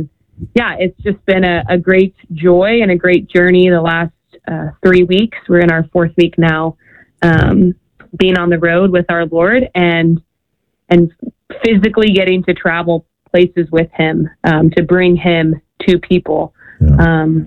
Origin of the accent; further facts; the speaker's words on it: Indianapolis, Indiana, United States; the National Eucharistic Congress was happening near my hometown in Indianapolis.